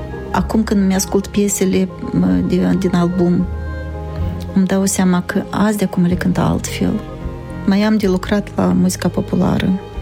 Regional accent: Călăraşi, Călărași District, Moldova; moved away as an adult; now in Strășeni, Moldova; Eu m-am născut în Călăraș, am studiat în Călăraș, am avut concert în Călăraș. Uh-huh. De baștin sunt din Călăraș, dar locuiesc deja de 39 de ani în Strășeni.

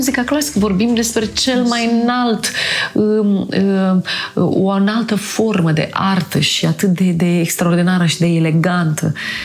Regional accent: Moldova; am fost născută în Republica Moldova și am fost crescută acolo

